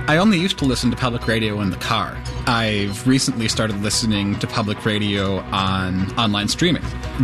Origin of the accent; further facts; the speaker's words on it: Minnesota, United States; from Minnesota, and Wisconsin Public Radio is my source for variety and entertainment.